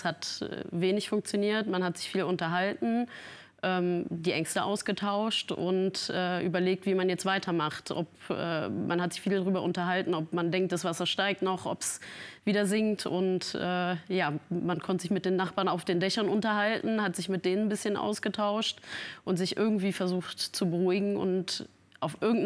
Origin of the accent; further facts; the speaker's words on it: Dernau, Rhineland-Palatinate, Germany; Ich bin in Dernau groß geworden, ich bin da tief verwurzelt, habe da alle meine Freunde